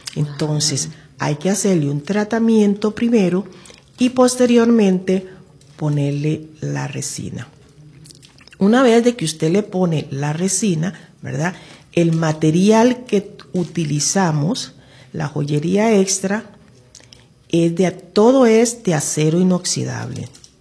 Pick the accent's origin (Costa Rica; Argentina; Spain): Costa Rica; como ticos que somos.